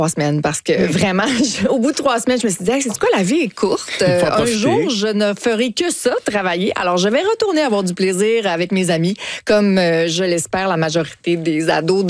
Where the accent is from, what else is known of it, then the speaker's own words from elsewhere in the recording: Charlevoix, Quebec, Canada; j'avais la chance d'avoir accès à la radio communautaire, à la télé communautaire dans ma région natale